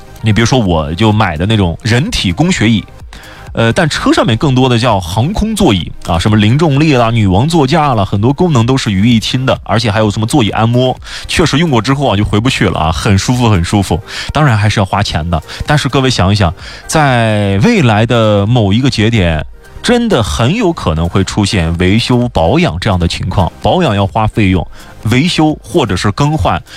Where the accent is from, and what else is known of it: China